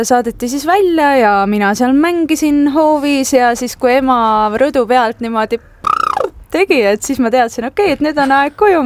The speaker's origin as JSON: {"language": "Estonian", "town": "Tallinn", "region": "Harju County", "country": "Estonia", "tie": "born or raised there", "said": "No mina sündisin Tallinnas ja kogu oma lapsepõlve veetsin ma Tallinnas ja kasvasin üles siin ja ikka elan veel siin."}